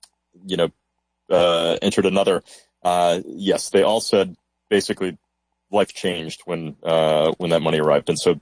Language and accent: English; Rochester, New York, United States; No, I grew up in Rochester, New York.